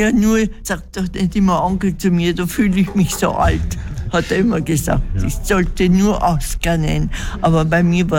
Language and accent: German; Svitavy, Pardubice Region, Czechia; Und der hat bei uns in Zwittau, nicht weit weg von unserer Wohnung, hat er auch eine Wohnung gehabt, ein Haus bewohnt.